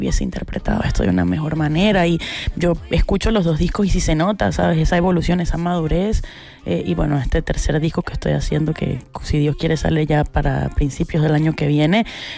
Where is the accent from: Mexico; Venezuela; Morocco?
Venezuela; now in Bogotá, Colombia; yo me fui de Venezuela para Bogotá, este disco también tiene como toda esa esencia de lo que es emigrar, de lo que es estar en otro lugar completamente nuevo